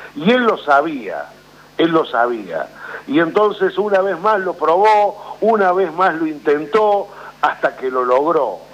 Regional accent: Argentina; porque es como que los argentinos siempre necesitamos de un líder, de un caudillo.

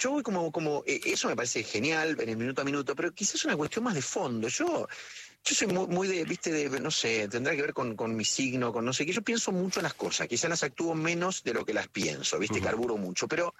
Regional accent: Córdoba, Argentina; born there; En la ciudad de Córdoba.

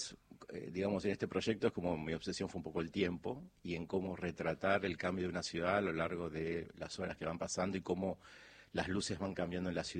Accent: Buenos Aires, Argentina; yo viví en muchos barrios de Buenos Aires, soy muy porteño

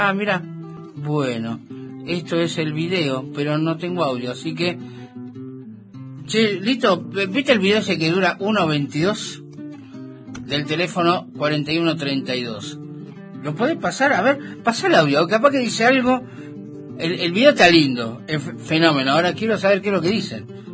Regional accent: Lago Rosario, Chubut, Argentina; soy de Lago Rosario. Mirá, el Lago Rosario, ¿eh?

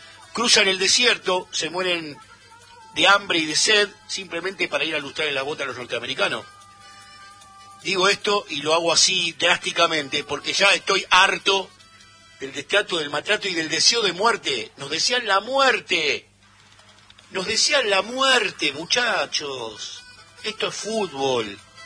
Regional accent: Argentina; Ahora, somos Argentina contra todo el mundo.

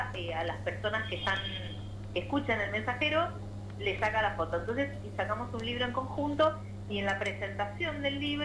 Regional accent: Trelew, Chubut, Argentina; Yo soy de Trelew, Chubut. Me crié escuchando los mensajes

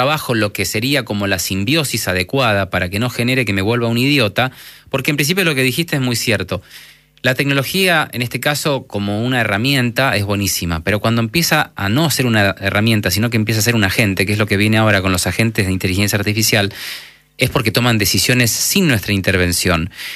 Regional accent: Argentina; accent: Argentine

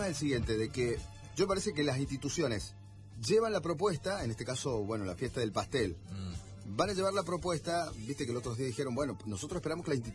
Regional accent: Argentina; están enojados obviamente los franceses por lo de Argentina y porque somos dependientes de Messi

